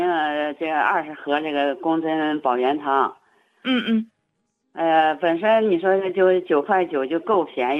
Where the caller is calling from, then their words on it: Nantong, Jiangsu, China; 哎，林老师啊，我是南通的